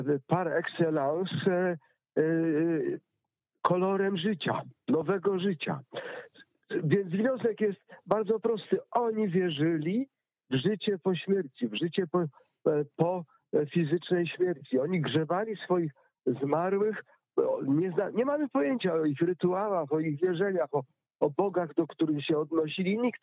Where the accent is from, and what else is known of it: Pomeranian Voivodeship, Poland; born or raised there